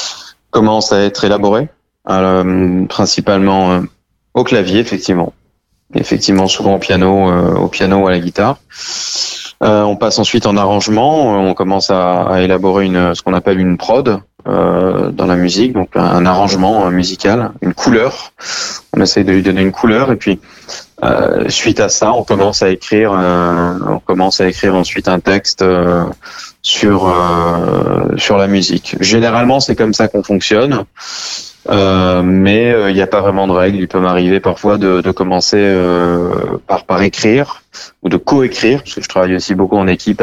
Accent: France; chez nous en France.

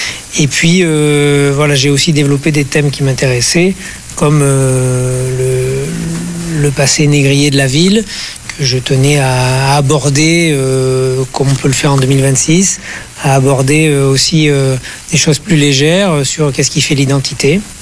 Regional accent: Nouvelle-Aquitaine, France; now in Bordeaux, France; Alors, je suis originaire de Dordogne, donc pour moi c'est quand même la grande ville la plus proche, celle où on monte pour étudier et où on peut trouver un emploi.

